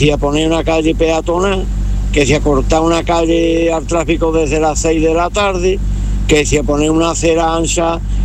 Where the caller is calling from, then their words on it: Coria del Río, Andalusia, Spain; Yo soy de Coria del Río